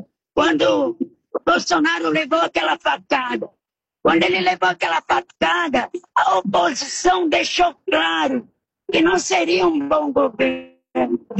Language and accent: Portuguese; Guararapes, São Paulo, Brazil; Guararapes, interior de São Paulo.